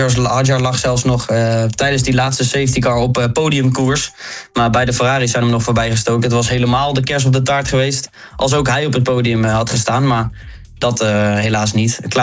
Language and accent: Dutch; Netherlands; laten we hopen als Nederlanders dat hij nog een paar races kan gaan winnen.